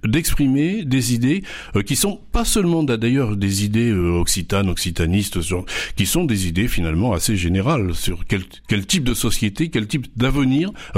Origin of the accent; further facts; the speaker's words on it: Provence-Alpes-Côte d'Azur, France; Moi, je suis des Alpes du Sud, hein, donc c'est assez loin de l'Hérault, où c'est toujours la même langue.